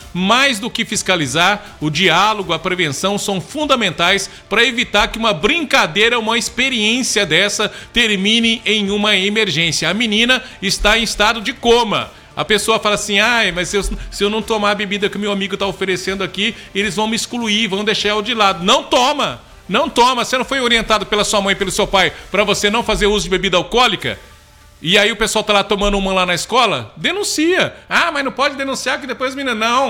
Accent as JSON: {"language": "Portuguese", "town": "Pirassununga", "region": "São Paulo", "country": "Brazil", "moved": "yes", "lives_now": "Três Lagoas, Brazil", "said": "Eu sou lá de Pirassununga, lá no estado de São Paulo, lá não tem nada para fazer."}